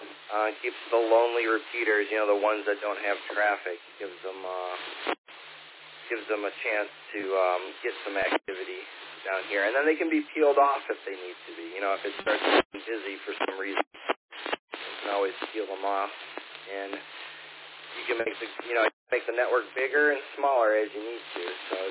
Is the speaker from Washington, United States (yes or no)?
no; Sterling Heights, Michigan, United States; now in Macomb, United States; I've been a native down here. Grew up in Sterling Heights. Now I'm in Macomb, Michigan.